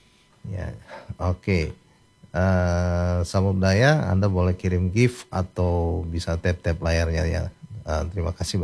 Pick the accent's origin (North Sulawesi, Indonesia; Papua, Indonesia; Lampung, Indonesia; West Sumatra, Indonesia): North Sulawesi, Indonesia; Minahasa; kita orang Minahasa